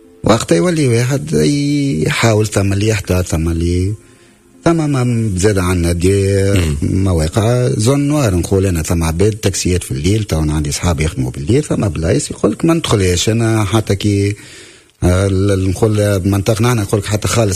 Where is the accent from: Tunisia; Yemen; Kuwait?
Tunisia; احنا توانسة